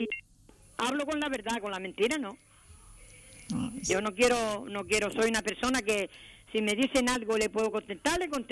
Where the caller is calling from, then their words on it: Vecindario, Canary Islands, Spain; Aquí mismo en vecindario